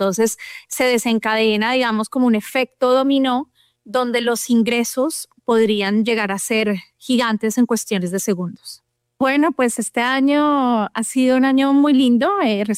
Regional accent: Colombia; somos muchos colombianos en esta línea de negocios

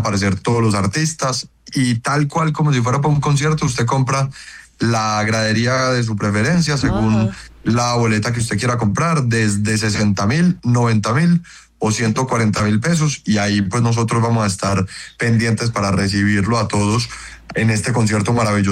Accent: Antioquia, Colombia; nosotros como antioqueños y todos como colombianos

